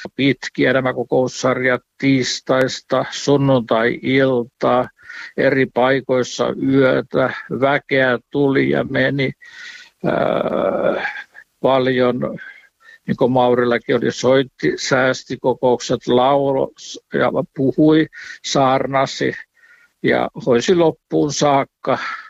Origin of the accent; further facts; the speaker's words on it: Pori, Satakunta, Finland; born there; muistan pikkupoikana, kun istuin Porissa siellä Mikokatu 6 rukoushuoneella